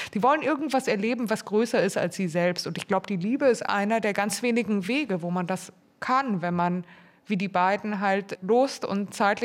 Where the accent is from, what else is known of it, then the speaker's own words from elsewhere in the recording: Munich, Bavaria, Germany; Ich bin ja aus München